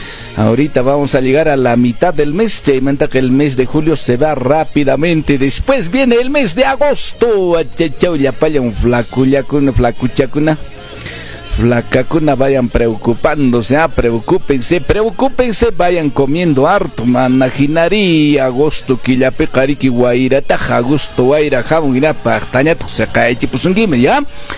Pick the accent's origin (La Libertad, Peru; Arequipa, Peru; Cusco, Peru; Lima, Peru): Cusco, Peru; Canas province; now in Cusco, Peru; hasta la provincia de Canas, mi tierra linda, mi provincia